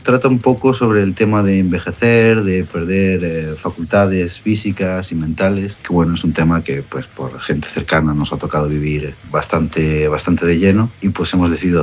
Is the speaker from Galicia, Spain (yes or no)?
yes; Salvaterra de Miño, Galicia, Spain; Somos de Salvaterra de Miño, llevamos en activo desde 2024 aproximadamente.